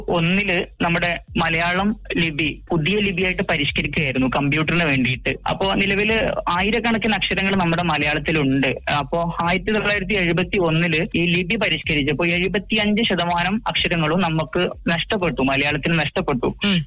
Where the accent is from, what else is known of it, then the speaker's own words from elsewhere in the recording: Mampad, Kerala, India; നാട്ടിൽ മലപ്പുറം ജില്ലയിലെ മമ്പാട് എന്ന സ്ഥലത്താണ്